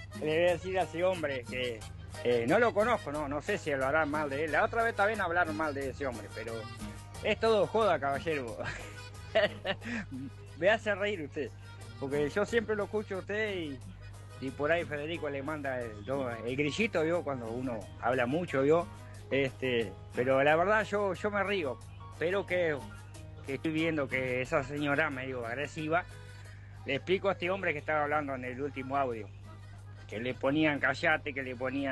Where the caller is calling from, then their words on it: Magdalena, Buenos Aires Province, Argentina; acá de Magdalena.